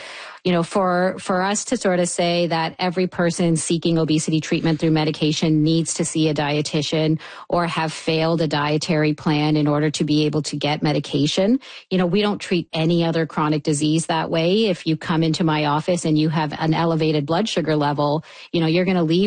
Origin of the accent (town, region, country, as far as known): Canada